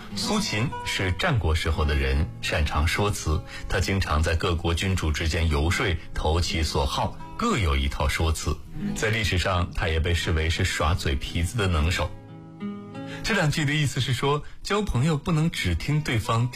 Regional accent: China; 我们中国人

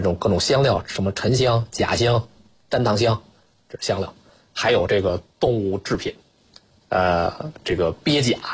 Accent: northern China, China; 因为我是北方人，

